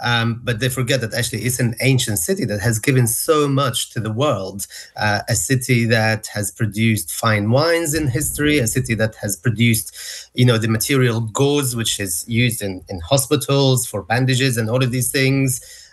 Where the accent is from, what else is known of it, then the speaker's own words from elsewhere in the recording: Gaza, Gaza Strip, Palestine; I'm from Gaza. I was born there. I lived all my life there.